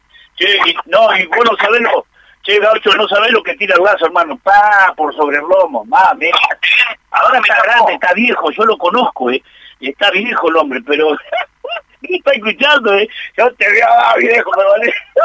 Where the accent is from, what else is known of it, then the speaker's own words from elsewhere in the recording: General Madariaga, Buenos Aires Province, Argentina; born there; el día del nacimiento de mi pueblo, hermano, General Madariaga.